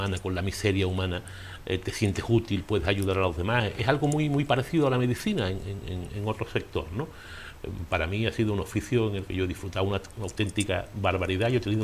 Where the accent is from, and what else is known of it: Spain